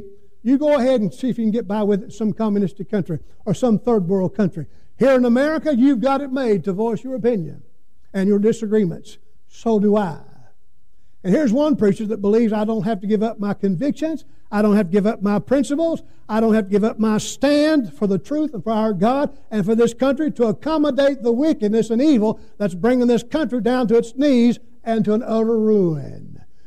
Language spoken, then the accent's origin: English; United States; I'm American, but I'm a blood-bought, born-again believer in the Lord Jesus Christ.